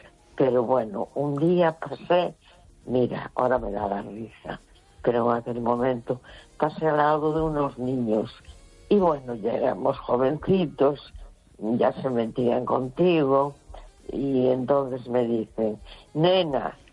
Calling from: A Coruña, Galicia, Spain; de La Coruña.

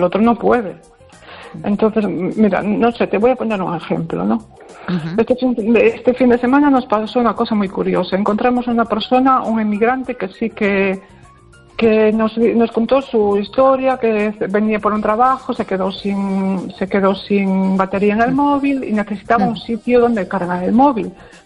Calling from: Pontevedra, Galicia, Spain; Hola, Esther. Buenas noches. … de Pontevedra.

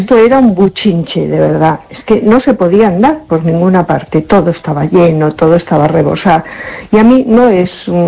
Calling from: A Coruña, Galicia, Spain; Hola, buenas noches … de Coruña.

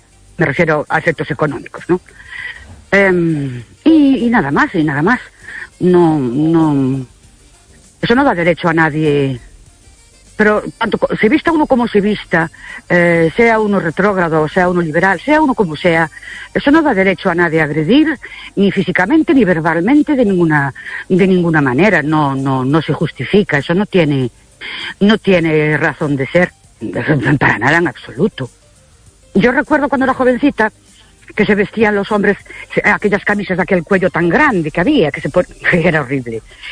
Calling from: Ourense, Galicia, Spain; de Urense otra vez.

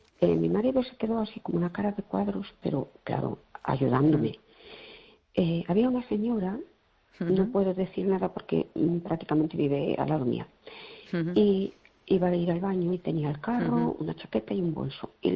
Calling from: Fene, Galicia, Spain

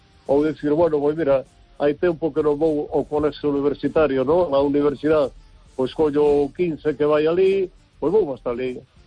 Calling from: Vigo, Galicia, Spain

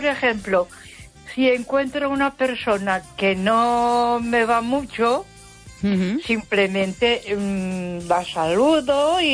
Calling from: Ponferrada, Castile and León, Spain; de Ponferrada.

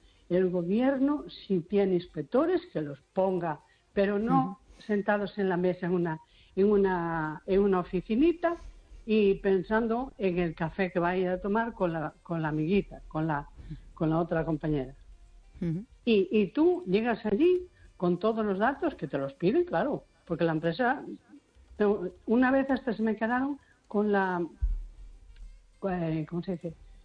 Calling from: A Coruña, Galicia, Spain; de Coruña.

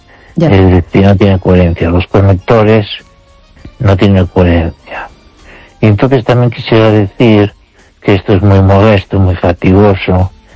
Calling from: Valencia, Valencian Community, Spain; de Valencia.

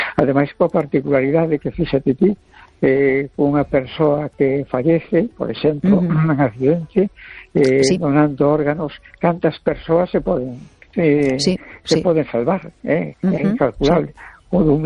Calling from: A Coruña, Galicia, Spain; de La Coruña.

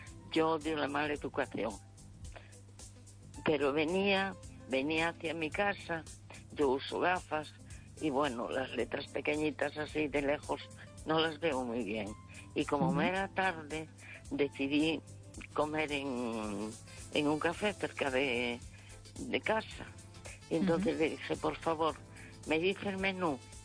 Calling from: A Coruña, Galicia, Spain; Desde La Coruña, sí.

